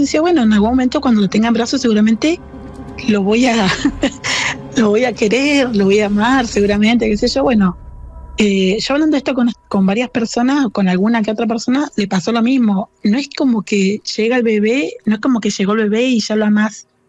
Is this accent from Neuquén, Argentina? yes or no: yes; Neuquén, Argentina; yo soy nacida y criada en Neuquén.